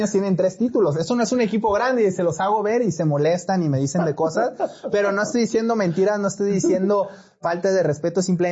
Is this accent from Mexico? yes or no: yes; Tuxpan, Veracruz, Mexico; born there; Yo soy nacido en México, en Tuxpan, Veracruz.